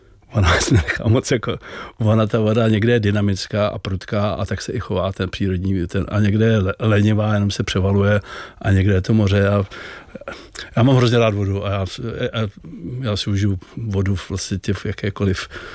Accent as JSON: {"language": "Czech", "region": "South Bohemian Region", "country": "Czechia", "said": "já jsem z Jižní Čech a jsem plavec"}